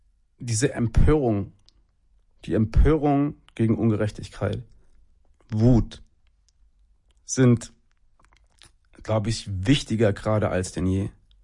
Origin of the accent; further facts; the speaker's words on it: Cologne, North Rhine-Westphalia, Germany; ich komme aus Köln-Ehrenfeld, das ist ein durch und durch gentrifiziertes Viertel, in dem 50% Grün wählen und 25% links.